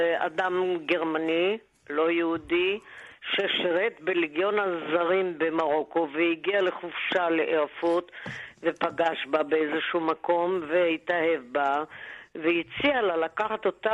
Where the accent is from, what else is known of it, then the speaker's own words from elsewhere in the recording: Tel Aviv, Tel Aviv District, Israel; כן, אני תל אביבית, נולדתי אסלית תל אביבית.